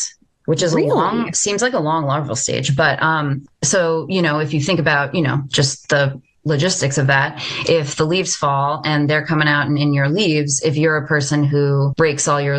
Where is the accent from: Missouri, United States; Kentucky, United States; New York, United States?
New York, United States; Long Island; growing up on Long Island